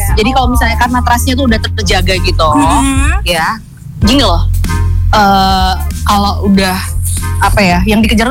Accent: Semarang, Central Java, Indonesia; sebagai orang Semarang yang udah lama tapi nggak pernah kesini

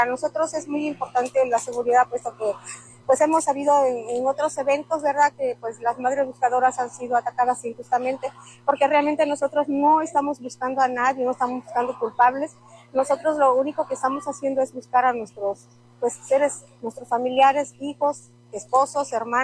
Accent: Coatzacoalcos, Veracruz, Mexico; en nuestro caso, que venimos de Coatzacoalcos, Veracruz, aquí a la ciudad de Veracruz

